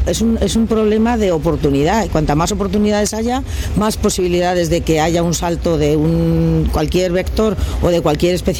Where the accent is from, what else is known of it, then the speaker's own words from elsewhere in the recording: Spain; moved away as an adult; now in New York, United States; nosotros somos laboratorios españoles en Estados Unidos.